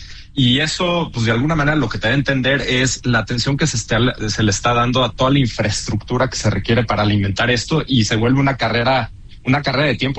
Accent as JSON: {"language": "Spanish", "country": "Mexico", "said": "yo que vivo en México"}